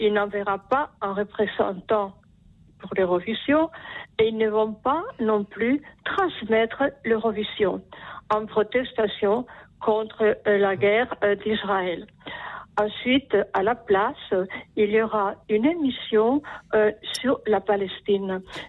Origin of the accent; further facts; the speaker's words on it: Castile, Spain; Bien sûr, je suis espagnole, tout à fait, castillane.